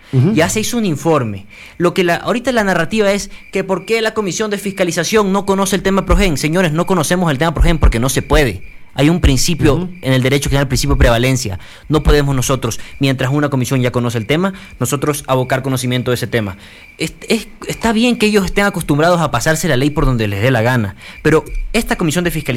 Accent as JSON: {"language": "Spanish", "town": "Quito", "region": "Pichincha", "country": "Ecuador", "said": "como quiteños, como ecuatorianos"}